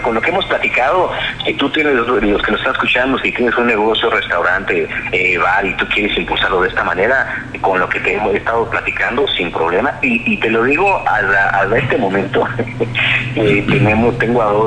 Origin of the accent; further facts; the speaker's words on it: Mexico; como mexicanos, y hablo a nivel nacional